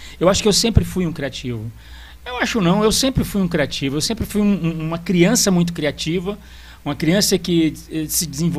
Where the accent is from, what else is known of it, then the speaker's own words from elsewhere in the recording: Pacajus, Ceará, Brazil; born there; Nasci em Pacajus.